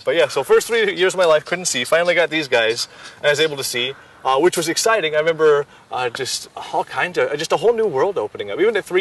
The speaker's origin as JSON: {"language": "English", "town": "North Edwards", "region": "California", "country": "United States", "tie": "born there", "also_born_or_lived": "Salt Lake City, Utah", "said": "And I just started going to school out there, really, really rural place, not very much room. We moved from California City to North Edwards, and was going to school in North Edwards."}